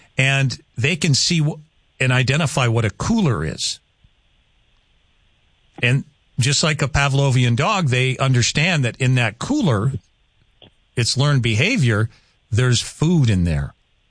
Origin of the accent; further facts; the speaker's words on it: Minnesota, United States; We had in the town I grew up in Minnesota, actually, Blue Mound State Park, they have a fenced-in area where there are buffalo.